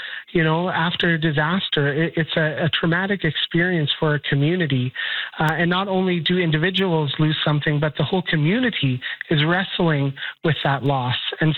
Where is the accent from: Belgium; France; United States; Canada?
Canada; Winnipeg, Manitoba; I'm from Winnipeg. That's where I live.